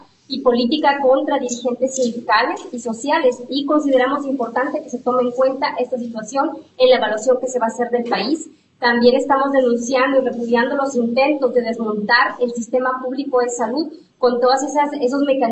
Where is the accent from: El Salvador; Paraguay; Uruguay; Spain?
El Salvador; como sociedad salvadoreña debemos de analizar.